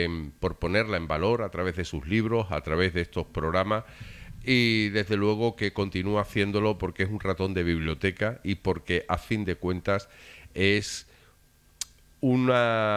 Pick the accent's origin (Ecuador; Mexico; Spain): Spain; San Fernando, Andalusia; a nosotros se nos conocen como isleños.